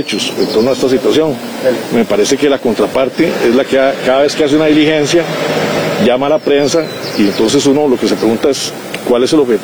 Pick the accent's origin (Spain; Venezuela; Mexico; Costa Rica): Costa Rica